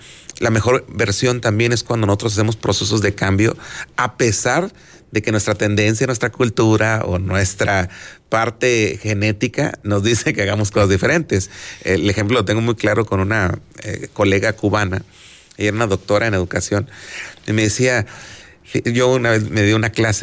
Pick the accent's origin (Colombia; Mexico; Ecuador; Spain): Mexico